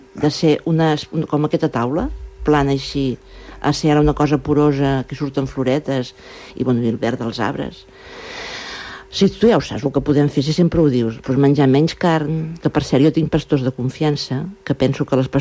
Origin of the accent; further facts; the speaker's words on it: Vilaplana, Catalonia, Spain; una cosa molt bonica del meu poble, que ara tinc ganes de dir Vilaplana